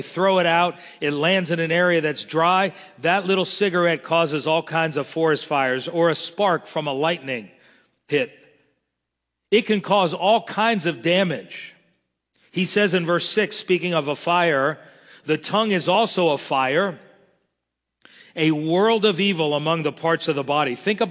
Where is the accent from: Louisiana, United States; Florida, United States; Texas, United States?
Florida, United States; Miami; I remember when I was growing up in Miami, I got in trouble. I was 6, 7 years old